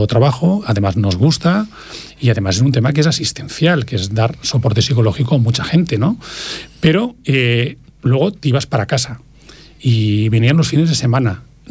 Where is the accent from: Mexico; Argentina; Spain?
Spain; Catalonia; somos de Tarragona, él en concreto de Tarragona, yo soy del Delta del Ebro y cerca todos tenemos faros. Yo tengo el faro de Buda